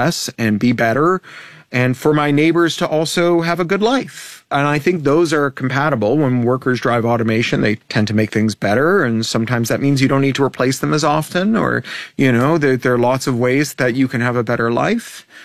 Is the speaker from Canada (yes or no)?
yes; Canada; especially poignant for me as a Canadian